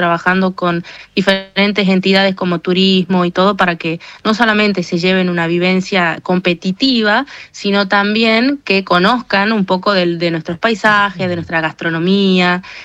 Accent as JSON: {"language": "Spanish", "town": "San Miguel de Tucumán", "region": "Tucumán", "country": "Argentina", "tie": "born or raised there", "lives_now": "Yerba Buena, Argentina", "said": "De Tucumán, bueno, toda mi vida viví en Tucumán capital. Y ahora, ahora vivo en Yerba Buena, que es como a 20 minutos de capital."}